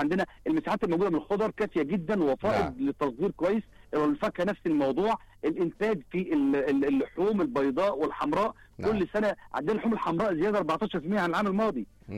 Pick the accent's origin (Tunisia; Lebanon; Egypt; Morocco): Egypt; ومفيش ازمه عندنا في مصر